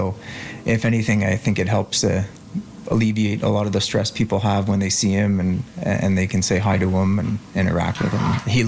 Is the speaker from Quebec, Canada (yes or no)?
yes; Huntingdon, Quebec, Canada; moved away as an adult; now in Gaspésie, Canada; I'm a former paramedic and I'm originally from Huntingdon, which is about an hour south of Montreal. And I moved to the Gaspésie because I received a promotion as a supervisor for the ambulance services in Pointe-à-Naquois and Saint-Alexis.